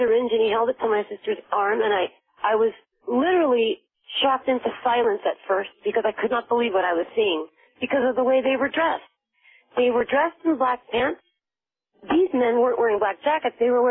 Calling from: Napa County, California, United States; I'm in Napa County

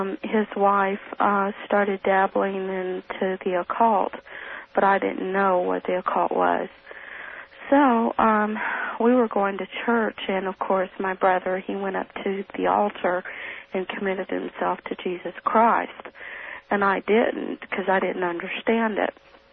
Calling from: Reno, Nevada, United States; I'm calling from Reno.

